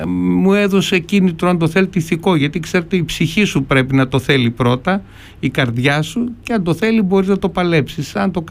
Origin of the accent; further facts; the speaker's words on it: Panorama, Central Macedonia, Greece; γιατί εγώ έχω καταγωγή από το Πανόραμα